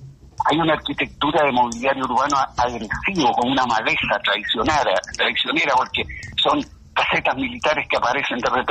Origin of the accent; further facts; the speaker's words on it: Chile; la comunidad palestina, los chilenos, somos chilenos en primer lugar.